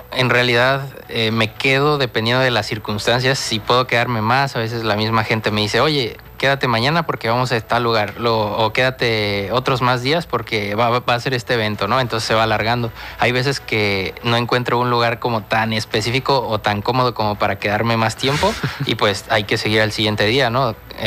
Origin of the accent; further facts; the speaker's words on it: San Luis Potosí, Mexico; moved away; yo soy de la ciudad de San Luis Potosí, soy mexicano